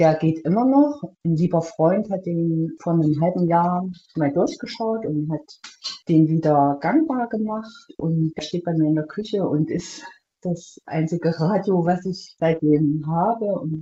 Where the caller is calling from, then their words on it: Erfurt, Thuringia, Germany; ich rufe aus Erfurt an.